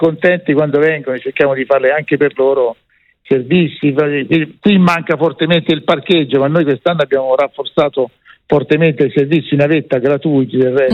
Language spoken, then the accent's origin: Italian; Monte Argentario, Tuscany, Italy